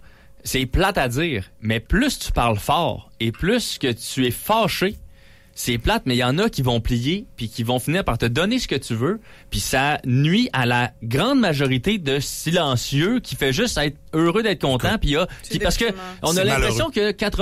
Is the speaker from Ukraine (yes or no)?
no; Saint-Augustin-de-Desmaures, Quebec, Canada; Moi, je venais de Saint-Augustin.